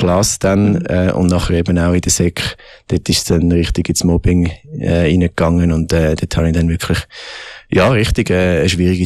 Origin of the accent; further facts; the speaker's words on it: Zurich, Switzerland; also born or lived in Bern; Ich bin in Bern geboren, genau. Bin dann bis im Kindergarten da gewesen. Mein Vater ist Pfarrer, meine Mutter Lehrerin. Und eigentlich die grosse Änderung ist gewesen, wo wir dann ins Zürich-Biet sind gezügelt.